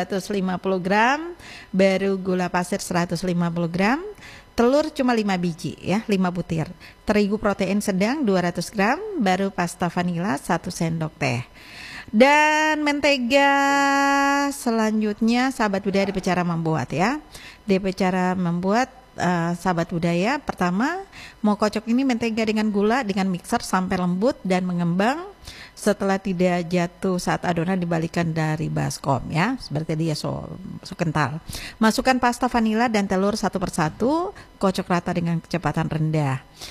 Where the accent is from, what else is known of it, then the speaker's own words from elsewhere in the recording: Papua, Indonesia; keriting rambutku, aku Papua